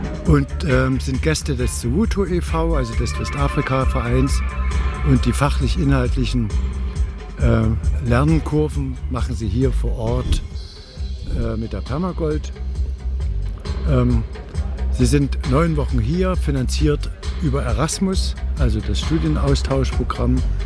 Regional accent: Bautzen, Saxony, Germany; in Bautzen aufgewachsen. Und seit über 20 Jahren jetzt hier in Nebelschütz geschäftsansässig

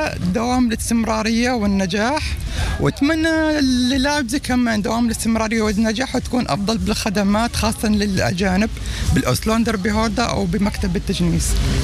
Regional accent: Syria; Ich komme aus Syrien.

